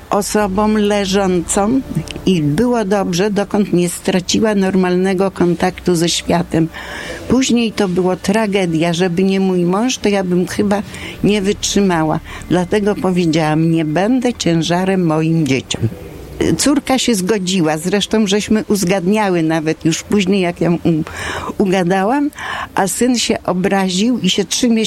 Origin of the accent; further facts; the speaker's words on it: Kuyavian-Pomeranian Voivodeship, Poland; moved away as an adult; also born or lived in Toruń; now in Bydgoszcz, Poland; 78. W Bydgoszczy jestem od 68 roku. Pochodzę z Kujaw. Jestem rodowitą Kujawianką.